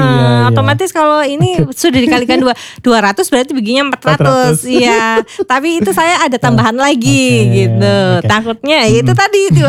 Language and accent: Indonesian; Purbalingga, Central Java, Indonesia; Saya dari Purbalingga.